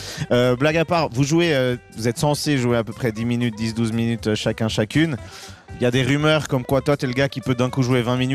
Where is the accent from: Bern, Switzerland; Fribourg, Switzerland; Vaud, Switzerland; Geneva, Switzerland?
Geneva, Switzerland; Mais alors moi je suis Genevois